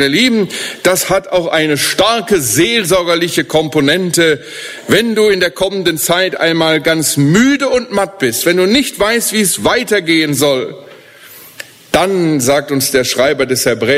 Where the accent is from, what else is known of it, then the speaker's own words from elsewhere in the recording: Steinbach, Germany; als ich in Steinbach in meinem Heimatort jemanden beerdigen musste